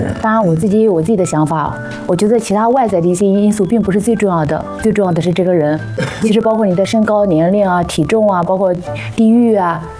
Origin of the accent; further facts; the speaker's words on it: Qingdao, Shandong, China; now in Beijing, China; 我老家是山东青岛。